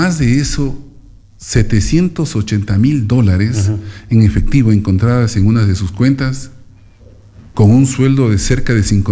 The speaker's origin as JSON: {"language": "Spanish", "country": "Ecuador"}